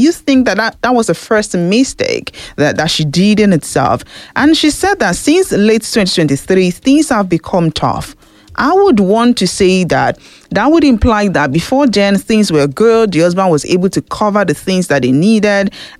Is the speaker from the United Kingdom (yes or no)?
no; Nigeria; as a Nigerian